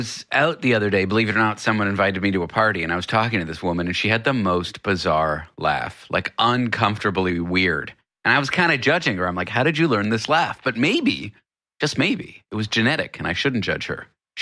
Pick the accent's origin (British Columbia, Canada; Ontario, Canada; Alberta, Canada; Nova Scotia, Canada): Ontario, Canada; Toronto; I grew up in Toronto in Canada, and they're in about an hour, 2 hours away.